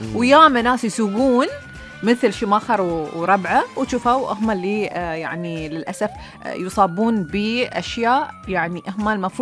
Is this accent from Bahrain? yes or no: yes; Bahrain; ديرتنا موفرت لنا المساحات والبحور والاشياء الجميله